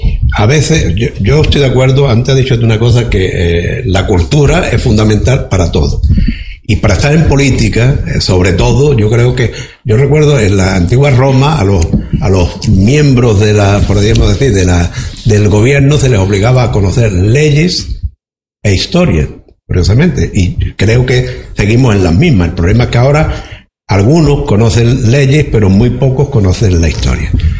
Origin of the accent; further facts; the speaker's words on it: Spain; digo nuestra como español